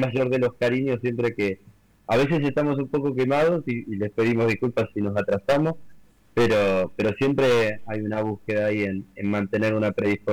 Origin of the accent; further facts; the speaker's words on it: San Antonio de Areco, Buenos Aires Province, Argentina; estoy un poco en Areco, yo soy como de Areco, uh-huh. Y estoy un poco en Capital, así que voy haciendo mitad y mitad.